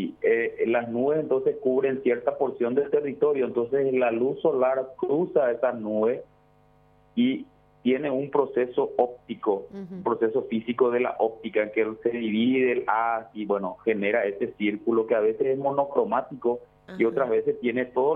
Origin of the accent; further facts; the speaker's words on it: Paraguay; a los que somos aquí de Central y de Capital